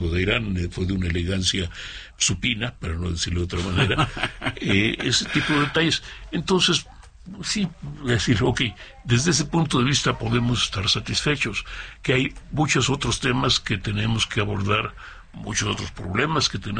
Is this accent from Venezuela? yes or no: no; Mexico; a los mexicanos nos gusta la diversión, nos gusta la fiesta, nos gusta pasarlo bien